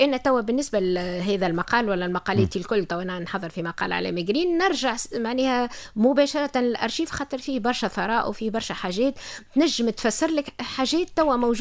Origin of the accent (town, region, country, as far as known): Tunisia